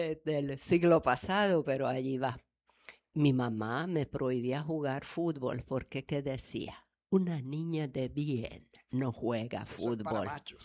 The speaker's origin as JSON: {"language": "Spanish", "country": "Hungary", "tie": "born or raised there", "also_born_or_lived": "Budapest, Hungary", "moved": "as an adult", "lives_now": "Cartagena, Colombia", "said": "Yo vengo de Hungría, yo vengo de un pueblito, después estudié bachillerato en la capital y después tuve oportunidad de estudiar en la Universidad Nacional de Hungría."}